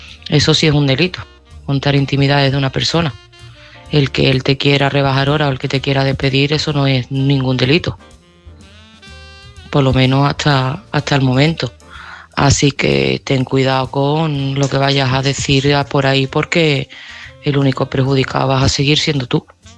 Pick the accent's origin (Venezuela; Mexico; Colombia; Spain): Spain; Seville, Andalusia; de Sevilla y este mensaje va para Víctor.